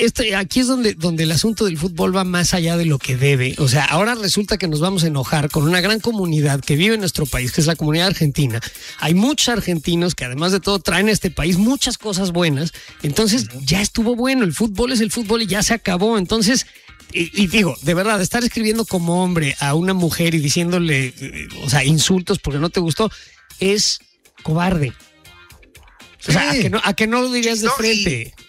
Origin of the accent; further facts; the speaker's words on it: Mexico; now in United States; como ser mexicano en Estados Unidos. Todos los mexicanos están aquí legalmente, y todos los mexicanos trabajan en la cocina. Y pues la verdad no, o sea, la verdad es que muchos trabajamos en distintas cosas